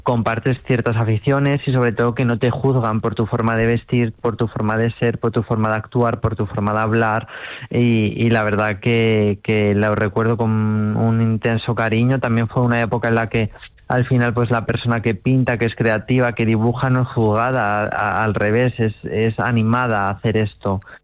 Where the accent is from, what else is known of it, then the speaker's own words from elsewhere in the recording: Marchamalo, Castilla-La Mancha, Spain; se me influenció mucho en no relacionarme con gente de mi pueblo y bueno, pues al final yo empecé en un club de competición fuera de Marchamalo y al final estudié posteriormente en Guadalajara y en Madrid.